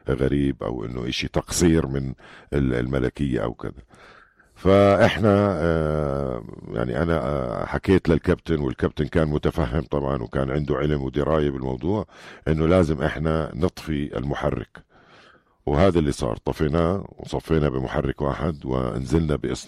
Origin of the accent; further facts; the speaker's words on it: Jordan; يعني احنا عندنا دائما سلطة الطيران الجوية هون عندنا بالأردن